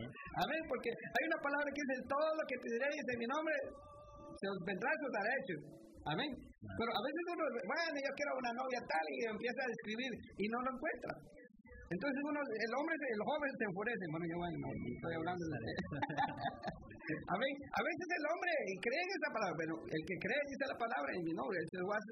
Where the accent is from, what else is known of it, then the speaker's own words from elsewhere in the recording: Nahualá, Sololá, Guatemala; born there; no nací en Francia, yo no nací en África, yo no nací en Sudamérica, sino que nací en Centroamérica, en Guatemala, en el pueblo de Nahualá. Eso es la voluntad de Dios. Yo hablo español.